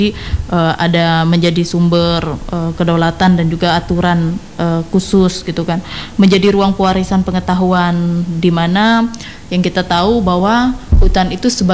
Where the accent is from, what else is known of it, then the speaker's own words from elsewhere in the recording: East Kalimantan, Indonesia; meskipun kita Dayak Benua ataupun Dayak Tunjung, kita lebih banyak menggunakan bahasa Indonesia untuk keseharian, jarang menggunakan bahasa daerah.